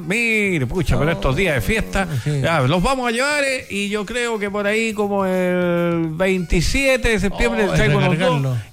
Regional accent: Chile; yo soy chileno, por chileno

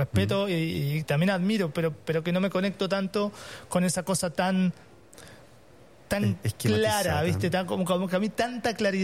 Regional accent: Uruguay; yo crecí mucho, obviamente siendo uruguayo, con la música del Río de la Plata, con lo que había enfrente al Río de la Plata, que era la música argentina.

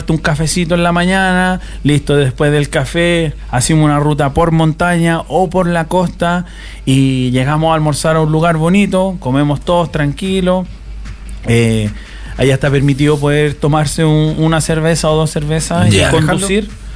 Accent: Chile; moved away as an adult; now in Melbourne, Australia; yo soy chileno, yo adoro mi Chile, pero hasta el momento ya voy mitad y mitad, ya tengo la mitad. ¿Ya? Tengo la mitad de mi vida hecha allá en Australia

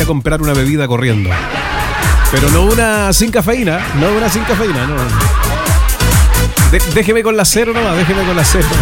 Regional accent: Antofagasta, Chile; born there; yo apoyo lo local, pues yo soy antofagastino. Nací en Antofagasta, soy antofagastino neto, antofagastino de tomo y lomo.

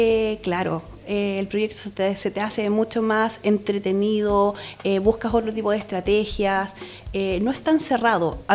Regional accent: San Javier, Maule, Chile; also born or lived in La Calera, Chile; now in Quillota, Chile; Vivo, de San Javier, pero vivo hace muchos años en la zona. Antes vivía en Calera y ahora vivo en Quillota.

